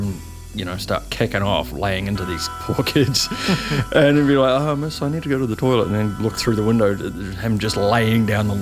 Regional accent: Auckland, New Zealand; I'm from here. Auckland. I grew up in Beachhaven.

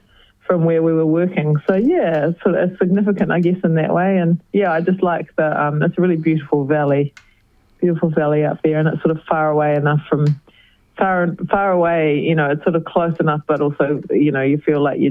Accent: Westport, West Coast, New Zealand; That's right. I grew up on the West Coast. Yeah, I grew up just outside of Westport.

